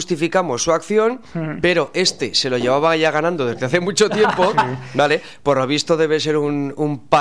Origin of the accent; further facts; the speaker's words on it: Zaragoza, Aragon, Spain; yo soy de Zaragoza y aquí es mi tierra y eso no renunciaré nunca, pero trabajo en Huesca.